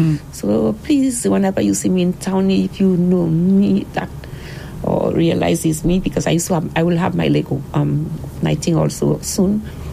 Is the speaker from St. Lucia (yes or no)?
yes; Babonneau, St. Lucia; now in Ciceron, Saint Lucia; And I'm from Babono, but live in Sisera.